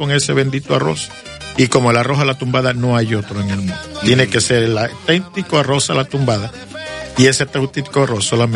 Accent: Mexico

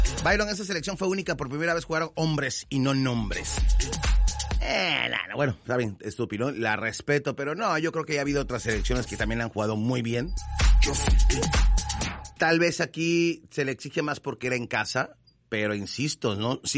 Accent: Mexico

